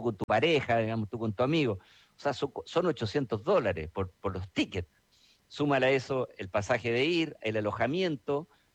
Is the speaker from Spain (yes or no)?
no; Chile; nosotros como chilenos de fútbol no podemos decir que la gente es mala